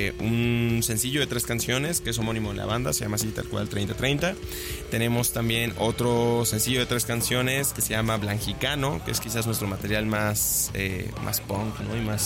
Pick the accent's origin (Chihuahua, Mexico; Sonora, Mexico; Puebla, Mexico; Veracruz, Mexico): Veracruz, Mexico; Xalapa; born there; also born or lived in Mexico City; yo soy nacido en CDMX, pero adoptado jalapeño. Los 8 años.